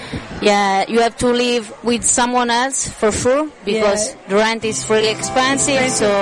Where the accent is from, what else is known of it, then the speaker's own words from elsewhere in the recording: San Giorgio del Sannio, Campania, Italy; English is a second language; moved away as an adult; now in Adelaide, Australia; I'm from Benevento.